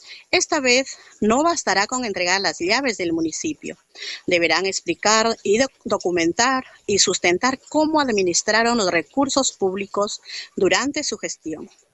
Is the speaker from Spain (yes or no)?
no; Marmot, La Libertad, Peru; Los pueblos más alejados, olvidados, como es mi pueblo de Marmot Compín